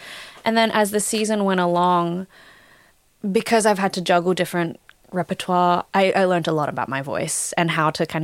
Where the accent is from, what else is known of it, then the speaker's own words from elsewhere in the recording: Australia; now in Vienna, Austria; I am very Australian.